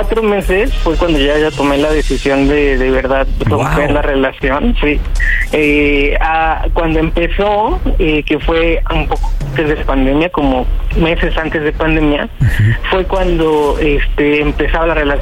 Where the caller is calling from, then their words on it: Guadalajara, Jalisco, Mexico; tengo 37 años y soy de Guadalajara.